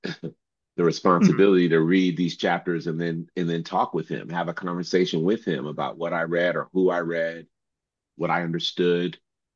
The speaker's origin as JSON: {"language": "English", "region": "New York", "country": "United States", "tie": "born or raised there", "said": "especially on the East Coast, because I grew up in New York, so on the East Coast"}